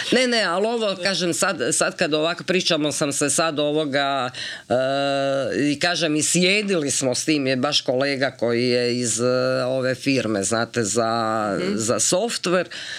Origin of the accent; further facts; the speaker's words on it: Slavonski Brod, Brod-Posavina County, Croatia; moved away; ja sam iz Slavonskog Broda